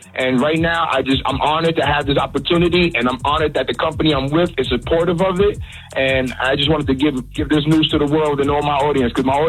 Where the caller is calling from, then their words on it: New York City, New York, United States; I'm from New York City. I'm from Harlem. I'm from Harlem.